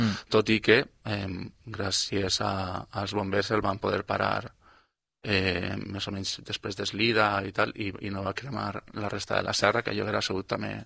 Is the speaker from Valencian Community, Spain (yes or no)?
yes; Artana, Valencian Community, Spain; jo soc d'Artana